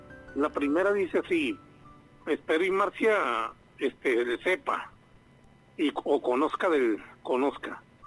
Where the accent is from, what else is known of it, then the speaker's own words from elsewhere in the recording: Tijuana, Baja California, Mexico; born there; yo también soy de Tijuana también. Soy nacido en la zona norte.